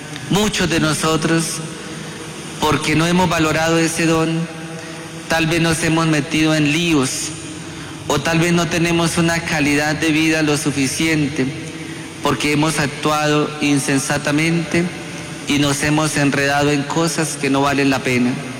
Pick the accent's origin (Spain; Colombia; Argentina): Colombia; Santa María, Boyacá; Yo soy de Santa María.